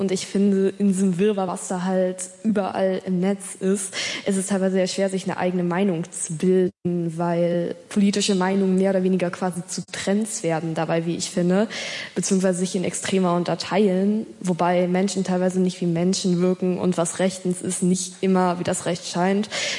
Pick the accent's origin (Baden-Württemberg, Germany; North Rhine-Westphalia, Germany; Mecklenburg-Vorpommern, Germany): Mecklenburg-Vorpommern, Germany; Rostock; ich bin 14 Jahre, ich komme aus Rostock.